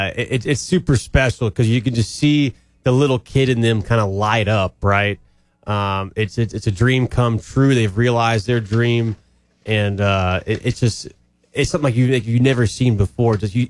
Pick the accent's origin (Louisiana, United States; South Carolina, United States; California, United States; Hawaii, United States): South Carolina, United States; Greenville; and I'm from Greenville, South Carolina. So you know, we're kind of Carolina boys.